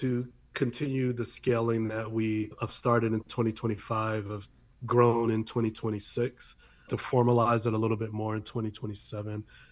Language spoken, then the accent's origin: English; Columbus, Georgia, United States; born there; I'm a child of the military. My father was in the military. I was born down south in Columbus, Georgia, because he was stationed down there at the time.